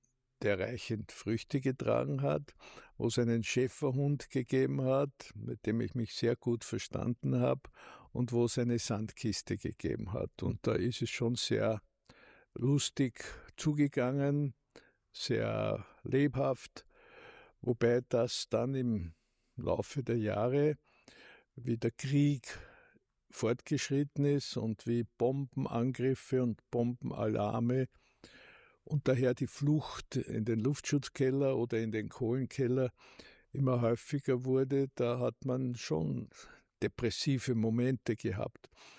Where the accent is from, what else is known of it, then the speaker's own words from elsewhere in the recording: Graz, Styria, Austria; born there; moved away; also born or lived in Vienna; Ich bin in Graz geboren und wir haben in Graz gewohnt, zeitlang zusammen mit der Schwester meiner Mutter in der Graz-Technikerstraße Nummer 13.